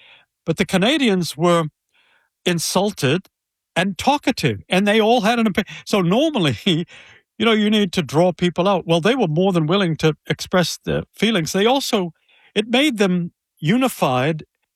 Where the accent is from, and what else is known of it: United States